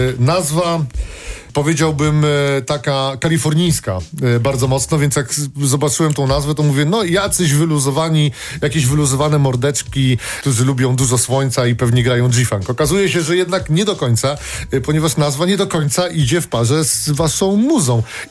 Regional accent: Warsaw, Masovian Voivodeship, Poland; Ja się wychowałem na Mokotowie tutaj i podróż na Jelonki to była ze 3 dni co najmniej się jechało.

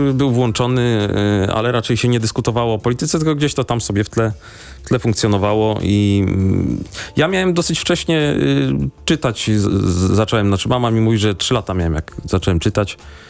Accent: Raszyn, Masovian Voivodeship, Poland; ja pochodzę z Raszyna, to jest pod Warszawą. Tam mieliśmy taki trochę wielopokoleniowy dom

